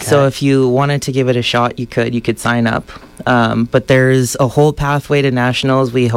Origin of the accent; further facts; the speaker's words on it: Yorkton, Saskatchewan, Canada; I grew up in Yorkton, actually.